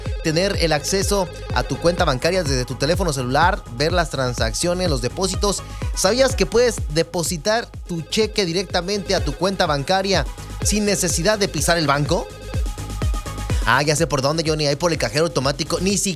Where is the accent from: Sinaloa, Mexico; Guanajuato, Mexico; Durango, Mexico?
Guanajuato, Mexico; Salamanca; moved away; Algo que sucedió en Salamanca, Guanajuato, allá en mi tierra.